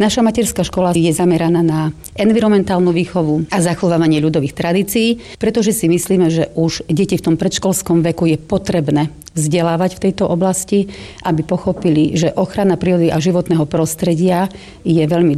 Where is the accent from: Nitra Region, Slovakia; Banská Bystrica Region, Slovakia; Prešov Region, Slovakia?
Prešov Region, Slovakia; Vyšný Žipov; born there; som rodená Žipovčanka.